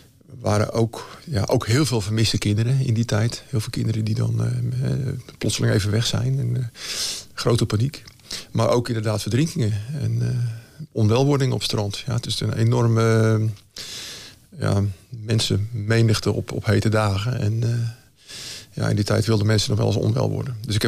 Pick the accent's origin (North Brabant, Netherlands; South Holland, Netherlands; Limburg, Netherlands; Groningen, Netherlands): South Holland, Netherlands; Katwijk; born or raised there